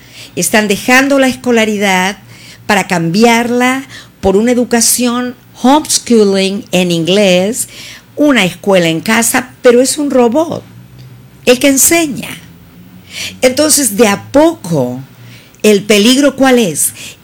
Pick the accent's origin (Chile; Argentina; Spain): Argentina; En mi país, en Argentina